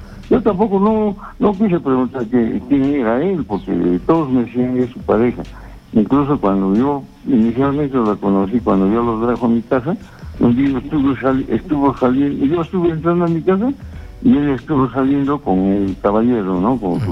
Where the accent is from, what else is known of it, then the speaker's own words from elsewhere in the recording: Puno, Peru; Yo soy de Puno, entonces se ha ido a Arequipa